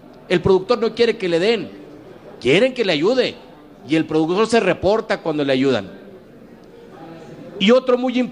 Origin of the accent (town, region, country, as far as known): Mexico